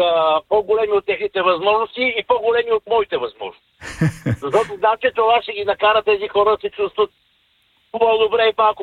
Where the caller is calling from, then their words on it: Sofia, Sofia City, Bulgaria; съм от София